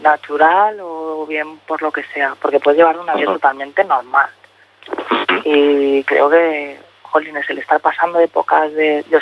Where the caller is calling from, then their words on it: Mallorca, Balearic Islands, Spain; yo soy de Mallorca